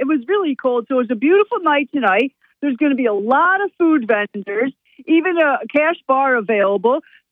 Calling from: Binghamton, New York, United States; I'm calling from Binghamton.

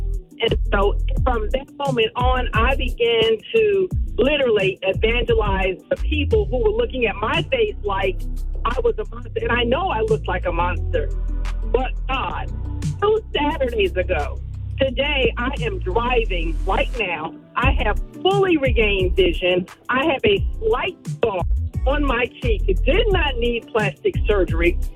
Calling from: Atlanta, Georgia, United States; I am calling from Atlanta.

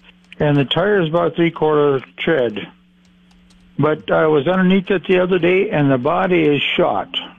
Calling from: Yankton, South Dakota, United States; from Yankton, South Dakota.

